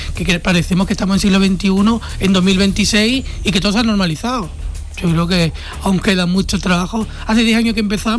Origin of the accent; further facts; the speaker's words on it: La Línea de la Concepción, Andalusia, Spain; qué mejor sitio que en mi tierra comenzar una asociación.